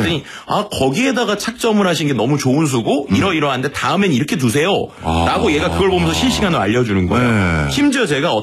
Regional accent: South Korea; 제가 한국 사람이어서 그런 게 아니라

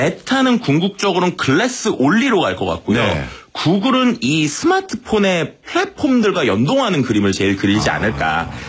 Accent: South Korea; 제가 한국 사람이어서 그런 게 아니라

